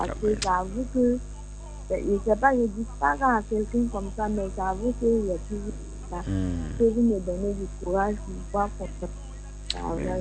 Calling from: Abidjan, Côte d’Ivoire; Je suis à Abidjan, à Coco du Rivera 3.

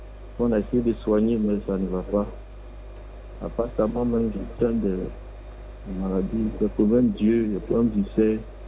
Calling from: Bingerville, Abidjan, Côte d’Ivoire; Je vous appelle de Bengerville.

